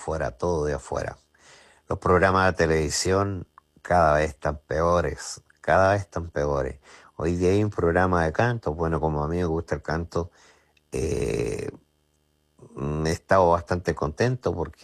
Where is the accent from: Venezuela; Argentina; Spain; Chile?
Chile